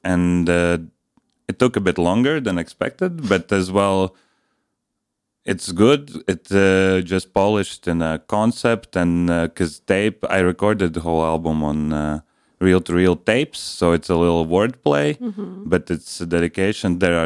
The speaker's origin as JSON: {"language": "English", "region": "Riga", "country": "Latvia", "tie": "born or raised there", "also_born_or_lived": "Liepāja, Latvia", "second_language": "English", "moved": "as an adult", "lives_now": "Vilnius, Lithuania", "said": "I lived in Liepāja, actually, for 3 years. I grew up in Riga, but I studied in Liepāja"}